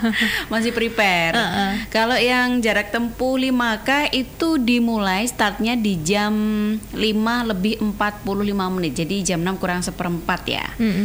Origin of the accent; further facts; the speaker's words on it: Nganjuk, East Java, Indonesia; Kalau saya sendiri orang Nganjuk